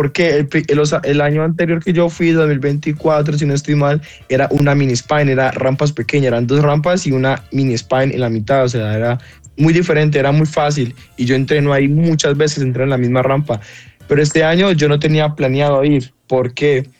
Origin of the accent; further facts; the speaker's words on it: Bogotá, Colombia; also born or lived in La Paila, Valle del Cauca; Esta pasión empezó en mi pueblito, en la Paila Valle. Yo soy del Valle, pero represento Bogotá y corro por Bogotá, porque a los 10 años, más o menos 10, 11 años, 9, me fui a vivir a Bogotá con mi familia.